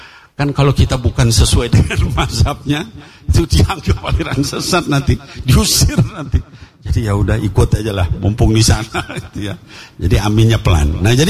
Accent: Jakarta, Indonesia; Sana kampung saya di Jakarta.

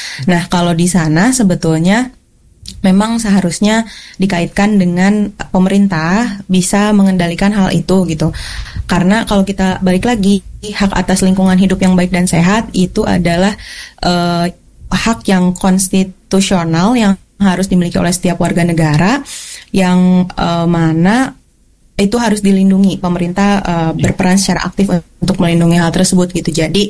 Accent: Bandung, West Java, Indonesia; kebetulan saya juga warga Bandung, Teh.

